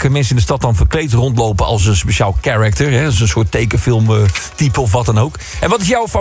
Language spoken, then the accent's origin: Dutch; Utrecht, Netherlands; born there; Want je gaat naar mijn geboortestad, naar Utrecht ga jij.